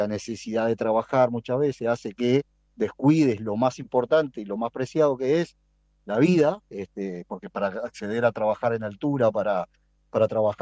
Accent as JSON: {"language": "Spanish", "country": "Uruguay"}